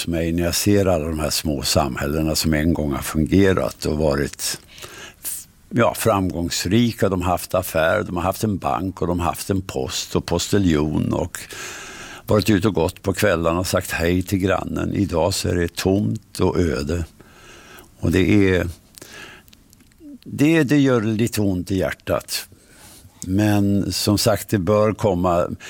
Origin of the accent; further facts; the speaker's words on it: Arbrå, Gävleborg County, Sweden; moved away; det är som min hemby Arbrå